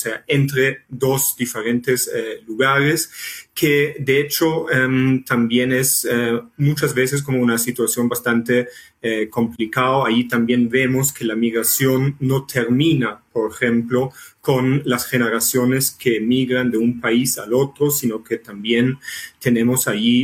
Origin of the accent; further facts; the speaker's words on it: Germany; yo soy de Alemania